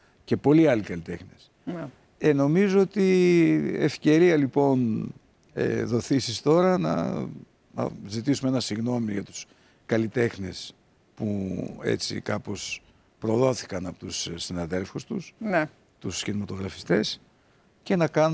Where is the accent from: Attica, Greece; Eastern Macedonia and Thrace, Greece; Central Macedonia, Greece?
Central Macedonia, Greece; Thessaloniki; γιατί είμαι Θεσσαλονικιός.